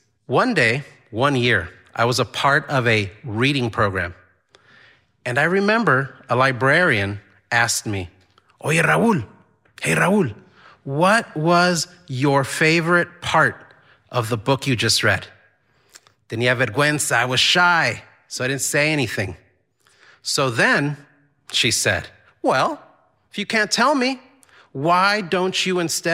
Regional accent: El Paso, Texas, United States; born or raised there; moved away as an adult; also born or lived in Juarez, Mexico; now in Boston, United States

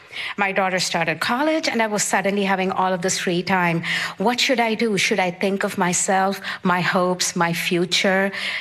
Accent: India; moved away as an adult; now in New York City, United States; I was born and raised in India.

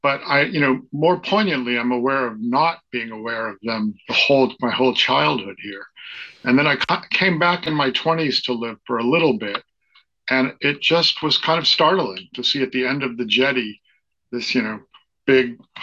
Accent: Worcester, Massachusetts, United States; also born or lived in Boulder, Colorado; moved back to my real hometown of Worcester and found out I had testicular cancer when I was 30.

